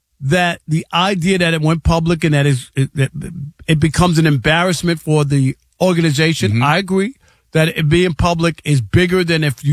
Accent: New York, United States; born or raised there

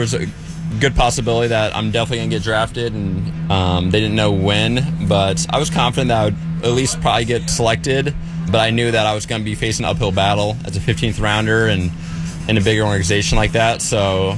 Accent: Indiana, United States; pitching in my home state

